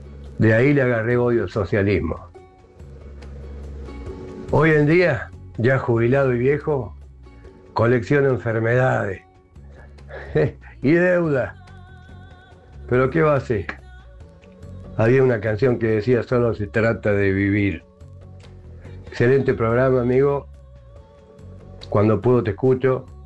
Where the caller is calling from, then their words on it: Córdoba, Argentina; de La Docta, de Córdoba.